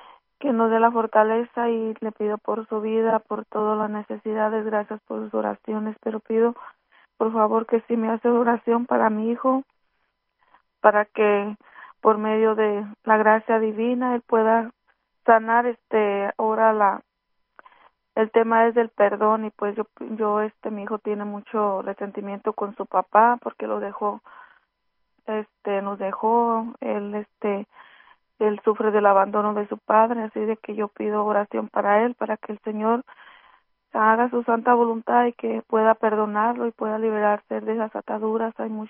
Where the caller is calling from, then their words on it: Seattle, Washington, United States; Vivo en Seattle, Washington